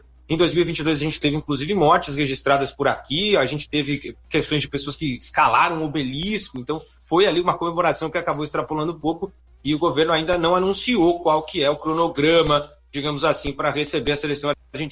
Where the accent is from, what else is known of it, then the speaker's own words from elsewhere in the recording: Brazil; O argentino também é um povo supersticioso, assim como nós brasileiros.